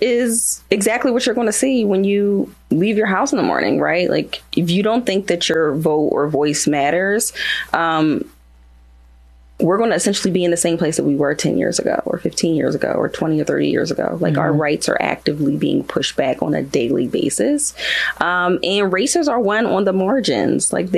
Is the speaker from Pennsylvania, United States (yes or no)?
yes; Philadelphia, Pennsylvania, United States; I'm born and raised in Philly.